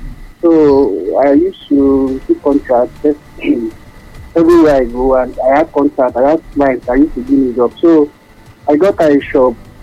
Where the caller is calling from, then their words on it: Lagos, Nigeria; I'm calling from Lagos.